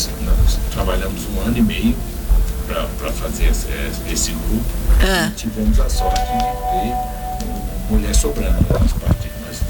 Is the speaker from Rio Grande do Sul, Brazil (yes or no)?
no; Abadiânia, Goiás, Brazil; moved away; also born or lived in Brasília; Eu saí de Abadiânia em 82 para ir trabalhar em Brasília e fiquei lá até 2016